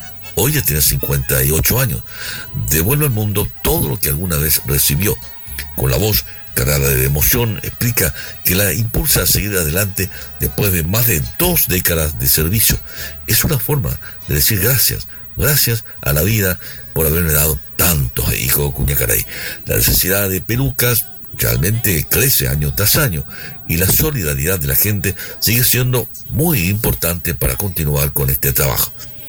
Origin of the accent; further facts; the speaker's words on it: San Juan Bautista, Misiones, Paraguay; Mi familia es de muy escasos recursos, vivimos muy pobres, soy de San Juan Bautista, Misiones. Pasé muchas necesidades en mi niñez